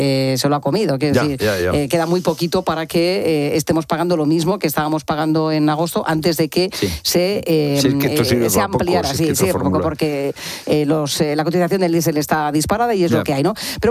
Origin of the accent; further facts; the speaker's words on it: Jumilla, Region of Murcia, Spain; desde mi tierra querida, desde Murcia, en Jumilla